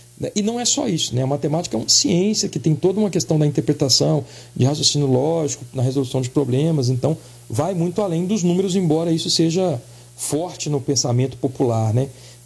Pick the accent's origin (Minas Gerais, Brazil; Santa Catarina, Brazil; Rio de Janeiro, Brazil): Minas Gerais, Brazil; Belo Horizonte; now in Ouro Preto, Brazil; quando eu cheguei em Ouro Preto, eu vim de Belo Horizonte, minha família é de lá, vim para o FOP fazer faculdade, né?